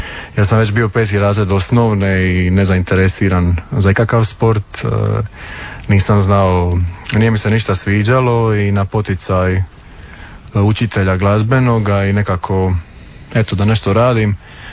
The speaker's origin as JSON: {"language": "Croatian", "town": "Split", "region": "Split-Dalmatia County", "country": "Croatia", "tie": "born or raised there", "also_born_or_lived": "Heidelberg, Germany", "said": "Ne, ja sam rođen u Njemačkoj, u Heidelbergu. Moji su roditelji tada živjeli u Njemačkoj, ali par godina nakon mog rođenja smo se, obitelj se vratila u Split."}